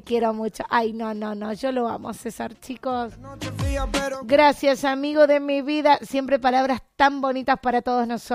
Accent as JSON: {"language": "Spanish", "region": "Mendoza", "country": "Argentina", "said": "¿Estamos preparados como mendocinos, como sociedad, como personas para que ocurra algo?"}